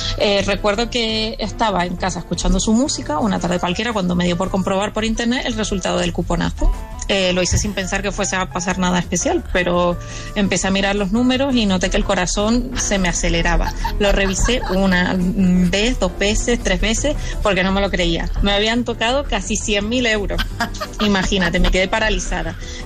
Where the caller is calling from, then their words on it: Tenerife, Canary Islands, Spain; de Tenerife